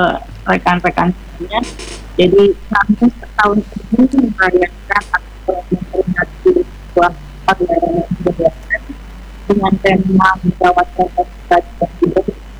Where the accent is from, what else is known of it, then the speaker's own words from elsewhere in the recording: West Java, Indonesia; kita sebagai Sunda.